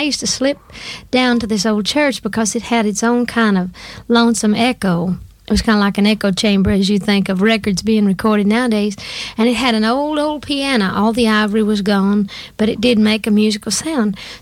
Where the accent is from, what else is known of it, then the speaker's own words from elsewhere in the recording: Great Smoky Mountains, United States; That was something we grew up with in the Smokies.